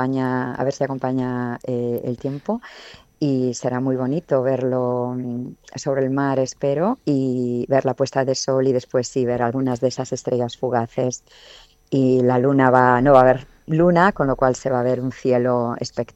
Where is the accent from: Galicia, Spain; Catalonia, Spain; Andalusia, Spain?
Galicia, Spain; poder ver este aquí, en Galicia, mi tierra natal, tan bonita, y poder compartirlo con mi familia.